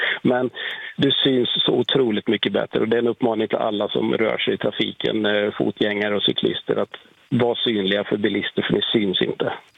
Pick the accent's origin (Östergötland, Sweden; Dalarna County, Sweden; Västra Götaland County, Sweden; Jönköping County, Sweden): Västra Götaland County, Sweden